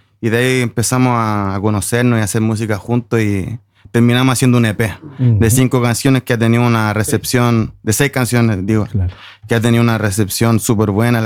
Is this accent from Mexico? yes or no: no; Viña del Mar, Valparaíso, Chile; accent: Chilean; now in Norway; De Viña del Mar.